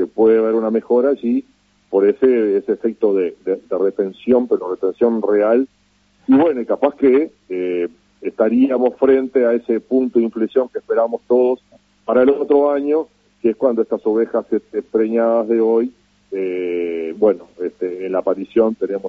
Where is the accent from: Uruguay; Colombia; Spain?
Uruguay